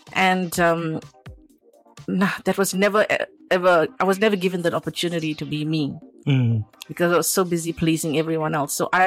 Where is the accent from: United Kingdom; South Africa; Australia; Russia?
South Africa; born there